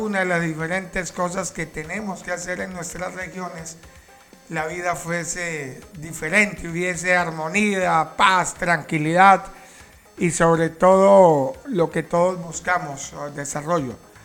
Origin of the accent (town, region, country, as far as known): Colombia